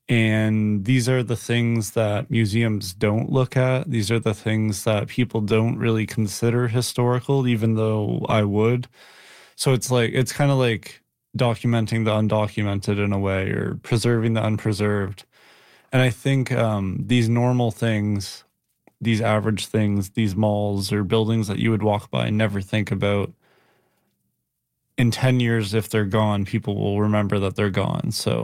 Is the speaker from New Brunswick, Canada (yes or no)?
yes; Moncton, New Brunswick, Canada; I grew up in Moncton